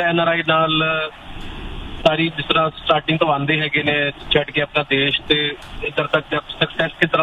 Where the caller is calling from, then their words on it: Canada; ਮੈਂ ਇੱਧਰ ਬੇਸਿਕਲੀ ਮੈਂ ਕੈਨੇਡਾ ਦਾ